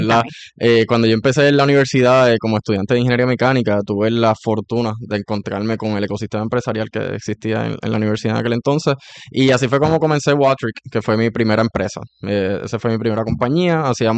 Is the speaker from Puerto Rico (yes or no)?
yes; Toa Alta, Puerto Rico; also born or lived in Mayagüez; soy de Toa Alta y de Mayagüez. Se me hace difícil escoger entre esas dos.